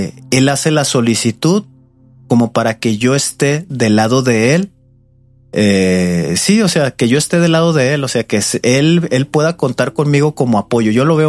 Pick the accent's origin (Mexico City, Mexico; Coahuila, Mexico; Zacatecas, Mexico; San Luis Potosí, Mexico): Coahuila, Mexico; Torreón; now in Morelia, Mexico; Yo soy de Torreón, Coahuila, y viajamos a Morelia hacia el centro de México.